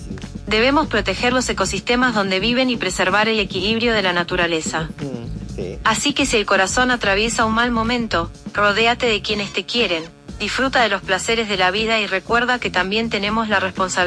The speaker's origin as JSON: {"language": "Spanish", "country": "Argentina", "said": "la argentina más mexicana."}